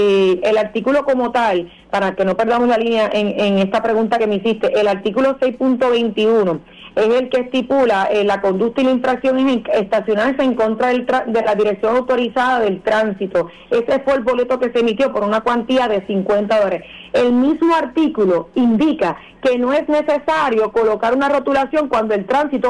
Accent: Naguabo, Puerto Rico; yo quiero agradecer a mi pueblo de Nahuabo

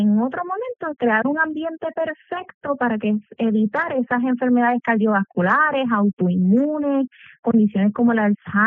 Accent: Puerto Rico; Somos una población puertorriqueña carnívora, le gustan las carnes de res y cerdo

